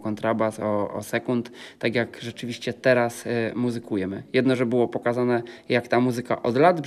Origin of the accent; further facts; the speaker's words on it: Silesian Voivodeship, Poland; Jako górale żywieccy